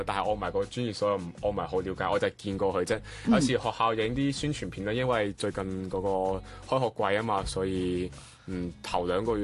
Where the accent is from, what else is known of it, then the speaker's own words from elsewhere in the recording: Macau; 大家好，我系嚟自中国澳门嘅